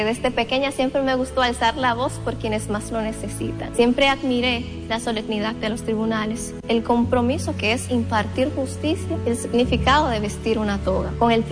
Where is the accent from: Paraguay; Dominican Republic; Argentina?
Dominican Republic; Cotuí, Sánchez Ramírez; Nací en Cotuí y me crié en la comunidad de Comedero Arriba